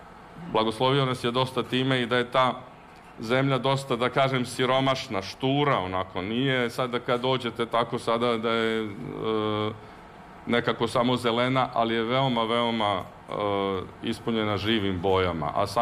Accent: Dalmatia, Croatia; Kod nas u Dalmaciji već sada skoro počne da bude trava žuta.

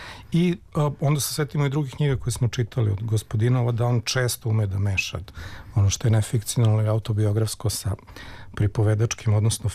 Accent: Southern and Eastern Serbia, Serbia; Reći zašto ima veze sa krajem odakle sam ja, odnosno jugoistočnom sada Srbijom.

